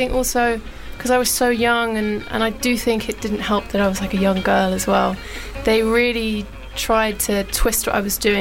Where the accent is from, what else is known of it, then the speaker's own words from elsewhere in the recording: London, United Kingdom; I grew up in Wimbledon.